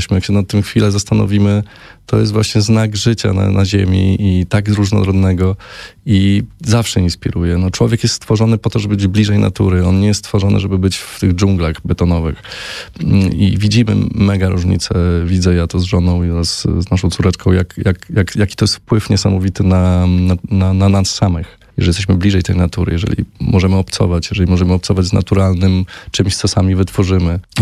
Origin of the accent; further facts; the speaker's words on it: Lublin, Lublin Voivodeship, Poland; ja pochodzę z Lublina i jakoś tak się potoczyły losy, że teraz właśnie mieszkamy tam w jeszcze pełniej harmonii naturą.